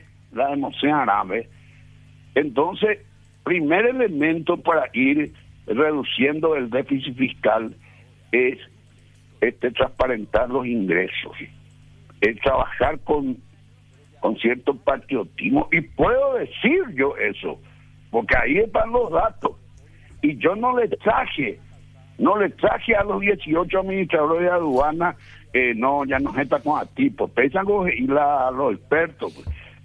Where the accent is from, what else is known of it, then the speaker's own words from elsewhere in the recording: Paraguay; Como colorado y como más como paraguayo, como colorado.